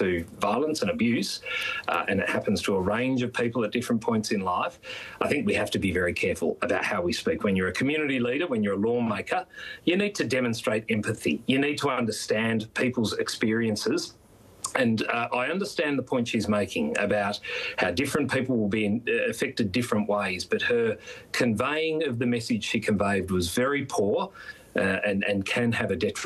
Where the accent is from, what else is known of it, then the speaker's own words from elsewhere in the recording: Australia; back to the point I made about being Australian and being proud